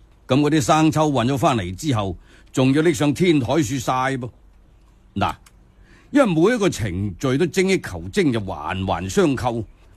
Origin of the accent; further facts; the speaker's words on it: Guangzhou, Guangdong, China; 我哋广州人